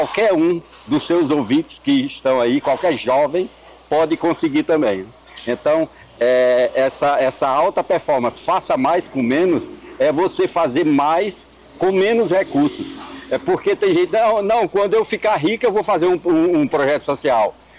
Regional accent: Orós, Ceará, Brazil; uma casa de taipa que foi mais ou menos onde eu nasci, lá em Oroz. Numa casa de taipa de chão batido

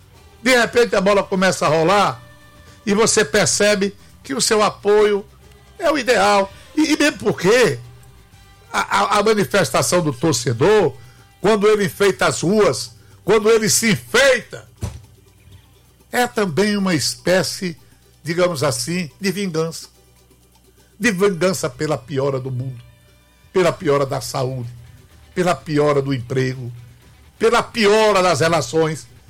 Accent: Brazil; a mim, como brasileiro, como cronista esportivo.

